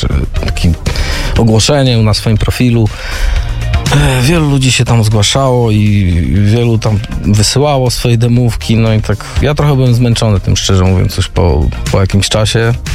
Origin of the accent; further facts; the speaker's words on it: Świecie, Kuyavian-Pomeranian Voivodeship, Poland; now in Toruń, Poland; Ja pochodzę w sumie ze świecia, ale już w Toruniu